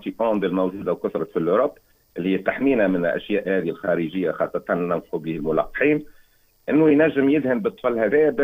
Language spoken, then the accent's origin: Arabic; Tunisia; عندنا في تونس نعرف في تونس